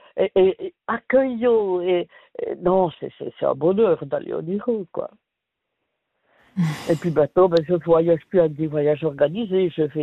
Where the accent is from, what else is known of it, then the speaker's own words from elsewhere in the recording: Neuchâtel, Switzerland; also born or lived in La Chaux-de-Fonds; Enfin, de la région de Neuchâtel.